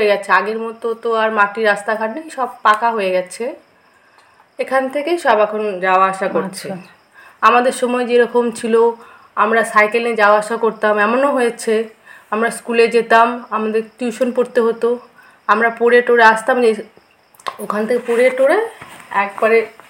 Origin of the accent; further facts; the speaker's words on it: West Bengal, India; আমরা তো এখানে 50 বছর ধরে আমি এই গ্রামে আছি, মানে বড় হয়েছি এখান থেকে।